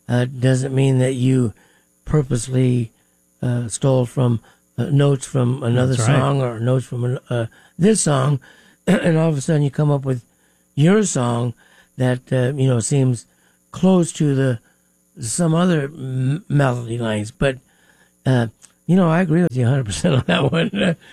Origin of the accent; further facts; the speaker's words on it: Las Vegas, Nevada, United States; I'm from Vegas.